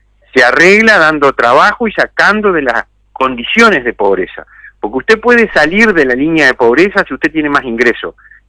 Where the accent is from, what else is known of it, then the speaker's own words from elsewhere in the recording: Tacuarembó, Uruguay; a mí en Tacuarembó de chiquito